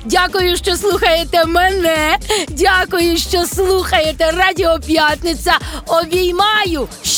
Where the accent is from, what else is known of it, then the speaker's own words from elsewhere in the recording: Kyiv, Ukraine; now in Vyshneve, Ukraine; моє рідне місто Київ.